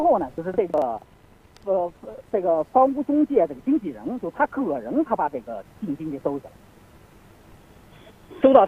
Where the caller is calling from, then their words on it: Hebei, China; 啊，我是河北的